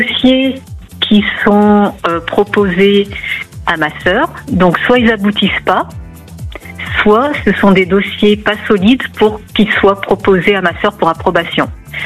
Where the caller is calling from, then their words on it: Lyon, Auvergne-Rhône-Alpes, France; J'appelle de Lyon, exactement.